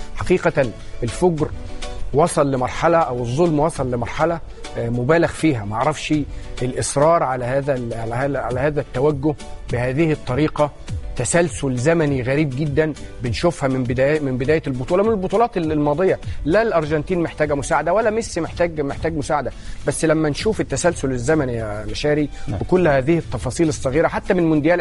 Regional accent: Egypt; لينا كمصريين

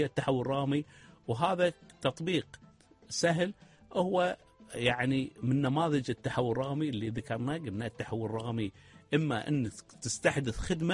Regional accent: Kuwait; إحنا بالكويت

